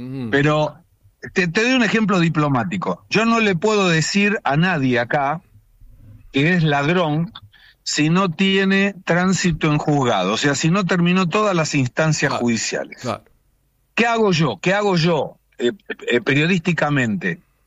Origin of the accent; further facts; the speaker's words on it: Argentina; now in Brazil; soy el único argentino que tiene un programa periodístico propio acá en la televisión brasileña.